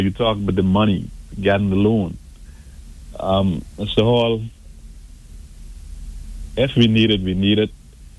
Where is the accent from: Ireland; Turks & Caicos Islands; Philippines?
Turks & Caicos Islands; North Caicos; I grew up in North